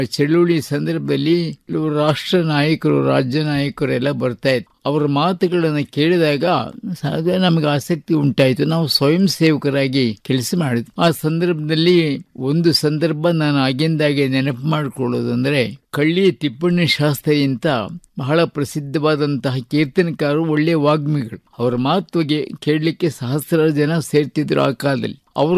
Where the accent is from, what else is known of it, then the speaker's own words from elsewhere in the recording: Karnataka, India; born there; ಜಂಪುರ ಅಂತ ಇದೆ ನಮ್ಮ ಊರಿಗೆ ಹತ್ತಿರ ಒಂದು ಸಣ್ಣ ಪಟ್ಟಣ.